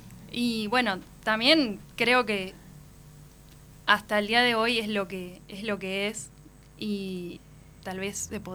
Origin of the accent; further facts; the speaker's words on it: Nogoyá, Entre Ríos, Argentina; moved away as an adult; also born or lived in Santa Fe; now in Paraná, Argentina; yo soy de Nogoyá.